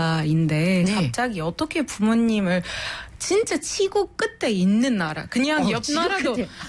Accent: Alexandria, Alexandria Governorate, Egypt; Korean is a second language; now in South Korea; 저는 이집트 알렉산드리아에서 온 … 한국 온 지 6년 됐고

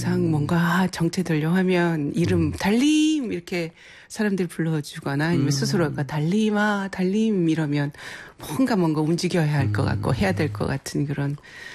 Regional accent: Seungju County, South Jeolla, South Korea; moved away; also born or lived in Jeju; 승주 제 고향이

